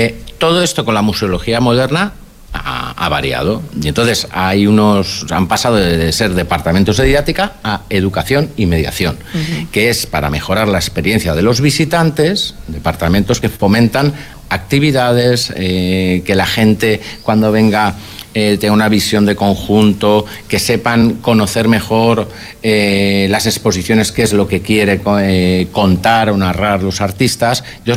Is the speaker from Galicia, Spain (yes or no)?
no; Valencian Community, Spain; la identidad valenciana, que somos tierra de músicos.